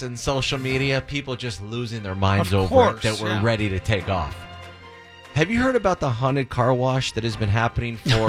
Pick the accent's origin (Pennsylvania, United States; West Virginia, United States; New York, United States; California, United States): California, United States; Los Angeles; It was my hometown theater.